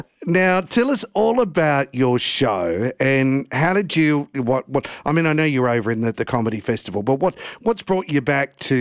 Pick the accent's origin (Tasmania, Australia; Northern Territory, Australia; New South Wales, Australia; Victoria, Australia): Tasmania, Australia; I'm from Tasmania. I don't judge, right?